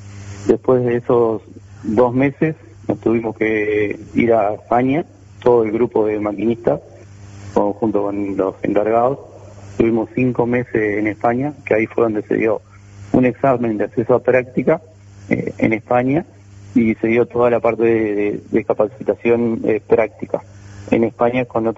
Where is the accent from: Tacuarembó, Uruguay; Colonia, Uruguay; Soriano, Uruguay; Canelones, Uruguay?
Soriano, Uruguay; Mercedes; moved away as an adult; now in Montevideo, Uruguay; Nacido y criado en Mercedes, hasta los 19 estuve en Mercedes, y por ahora tengo toda la familia en Mercedes. Yo ya estoy radicado con mi familia, mi señora y mis hijos acá en Montevideo, pero el resto de la familia sigue estando en Mercedes